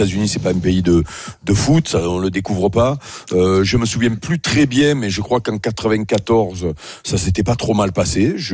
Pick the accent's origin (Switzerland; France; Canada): France